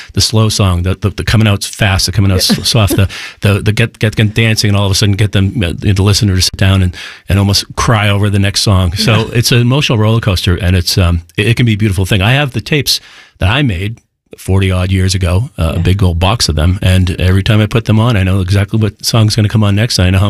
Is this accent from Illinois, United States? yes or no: no; Boston, Massachusetts, United States; Growing up in Boston, it was always Kiss 108